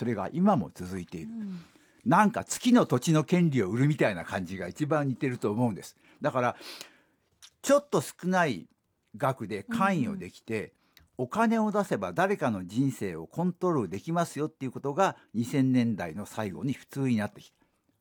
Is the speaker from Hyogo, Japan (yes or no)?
no; Osaka, Japan; accent: Osaka dialect; なんで僕大阪弁になって